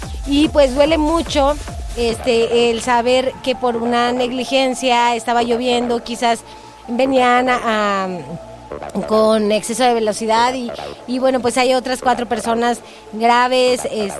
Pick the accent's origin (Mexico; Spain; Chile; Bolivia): Mexico; San José de Gracia; personas de mi tierra natal, de San José de Gracia.